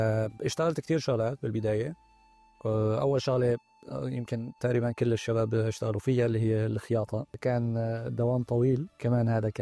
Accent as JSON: {"language": "Arabic", "country": "Syria", "moved": "yes", "said": "يعني أنا شاب سوري مثل أي شاب نزح من سوريا طلع على بلد جديد ولقى حاله أنه هو خسر بيته دراسته وأقربائه وبلش من الصفر."}